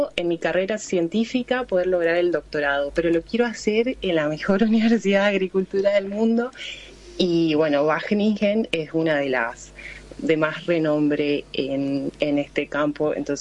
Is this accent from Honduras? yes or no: no; Argentina; moved away as an adult